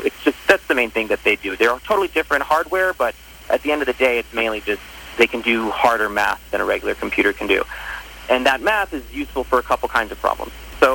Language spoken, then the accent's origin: English; New York, United States; moved away as an adult; also born or lived in Madison; I was from New York, and I thought, you know, I'm from a, you know, really big city, but I haven't really experienced that much life outside of the city